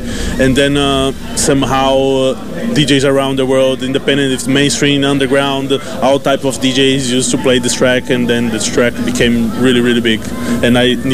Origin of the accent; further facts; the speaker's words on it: Brazil; is the beginning of another cycle, because it has a Brazilian taste, because I'm from Brazil.